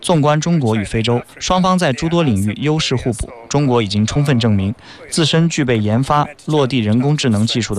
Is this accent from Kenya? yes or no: yes; Kenya; 我的家乡肯尼亚更是如此。